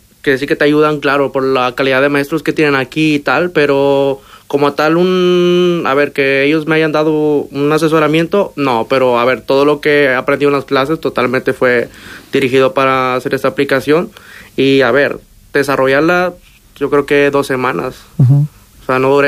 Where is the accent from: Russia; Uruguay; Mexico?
Mexico; moved away as an adult; now in Ávila, Spain; Yo vengo de México, uh-huh. Un poquito cerquita de aquí, ¿eh?